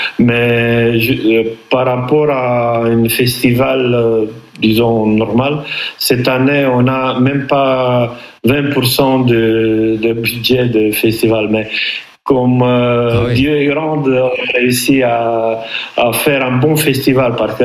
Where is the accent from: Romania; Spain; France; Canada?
Romania; Săcele, Brașov County; French is a second language; Moi, je suis vraiment un enfant de la montagne. J'habite à Brașov, à Săcele. C'est un territoire d'une beauté extraordinaire à côté du Brașov, Săcele. On a tous les montagnes autour de nous, Ciucaș, Piatra Mare. J'ai grandi dans les montagnes.